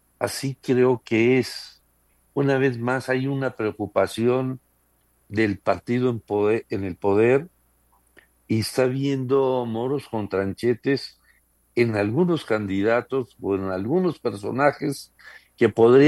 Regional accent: Mexico; Y yo creo que eso puede, pues, complicar más la relación que tenemos como mexicanos.

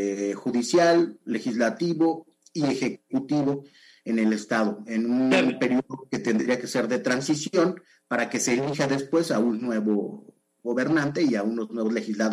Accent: Iztapalapa, Mexico City, Mexico; born there; desacreditándome porque nací en Iztapalapa. Entonces decían que no soy suficientemente oaxaqueño

